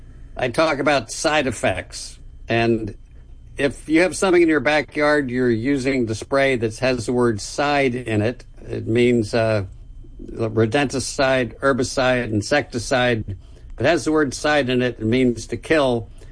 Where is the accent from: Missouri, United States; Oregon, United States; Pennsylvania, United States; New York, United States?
Pennsylvania, United States; Philadelphia; my hometown of Philadelphia.